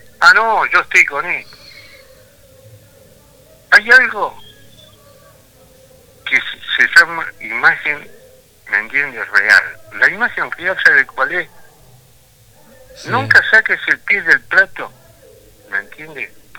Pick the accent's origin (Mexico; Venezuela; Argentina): Argentina; Chaco; now in Santa Fe, Argentina; Yo soy del Chaco. Pero ya hace 24, 25 años que estoy acá.